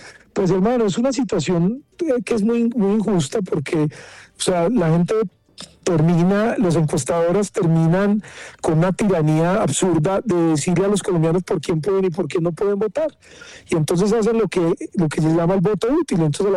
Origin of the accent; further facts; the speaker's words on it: Caldas, Colombia; Y la gente pues en Caldas, de donde yo soy, pues la verdad, hermano, muy querida conmigo, muy afectuosos.